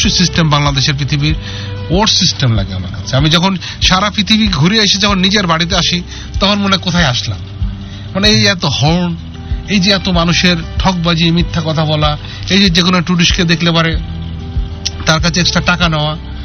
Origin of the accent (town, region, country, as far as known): Bangladesh